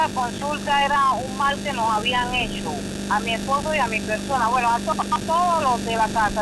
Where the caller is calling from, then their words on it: Panamá Oeste, Panama; De Torrijos Carter